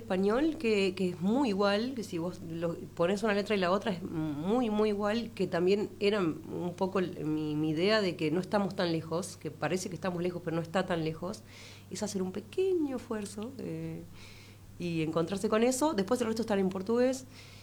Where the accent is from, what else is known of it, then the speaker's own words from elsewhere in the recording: Lomas de Zamora, Buenos Aires Province, Argentina; Soy rioplatense, o sea, bueno, soy de Loma de Zamora, pero soy porteña, básicamente